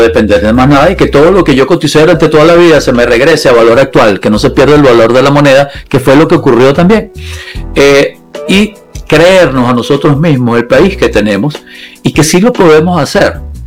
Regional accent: Venezuela

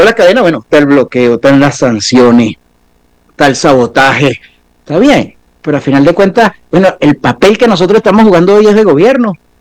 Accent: Venezuela; hoy debemos reconocernos como venezolanos

